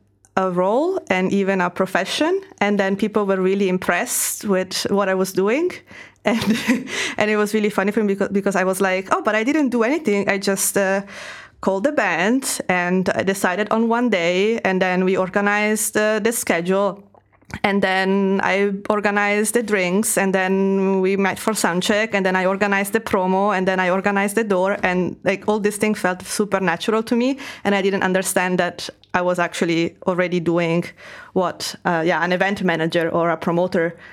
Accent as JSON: {"language": "English", "town": "Verona", "region": "Veneto", "country": "Italy", "tie": "born or raised there", "second_language": "English", "said": "it's a garden that with a little house that it's on the hills around Verona, that it's my hometown. And it was my grandfather's basically like garden where he was growing vegetables and making wine and have olive trees as Italian have."}